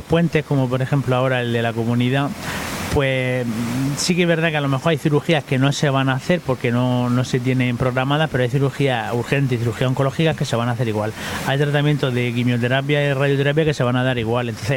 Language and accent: Spanish; Águilas, Region of Murcia, Spain; voy a barrer un poco para mi pueblo en el auditorio de Águila